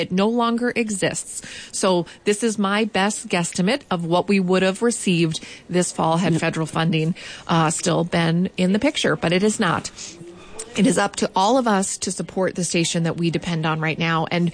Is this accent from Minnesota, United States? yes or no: yes; Minnesota, United States; I'm from Minnesota.